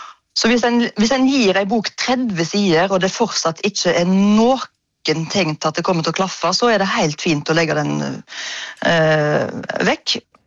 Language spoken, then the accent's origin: Norwegian; Ølen, Vestland, Norway; far min fra Nord-Norge, så hver sommer så pakket foreldrene mine I bilen, og så kjørte vi til Mosjøen fra Ølen, der jeg vokste opp